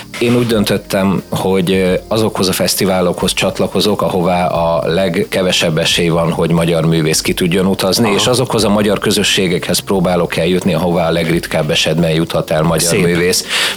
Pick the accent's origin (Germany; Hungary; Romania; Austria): Hungary; Tápiószele, Pest; ott van Tápjószele, mint szülővárosom, hiszen nekem ez elengedhetetlenül fontos, hogy amellett, hogy megismerjék az én előadó művészi munkámat, meg a tárogatót, tudja meg mindenki, hogy Pest megyéből honnan származom.